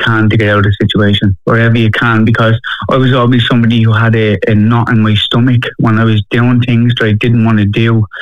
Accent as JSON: {"language": "English", "town": "Dublin", "region": "Leinster", "country": "Ireland", "tie": "born or raised there", "said": "Yeah, so I grew up in Fatima Mansions, and like growing up in the 90s"}